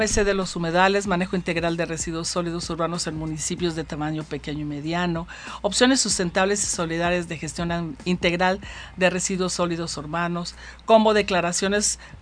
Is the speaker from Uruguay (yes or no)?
no; Acapulco, Guerrero, Mexico; el puerto de mis amores y mi tierra natal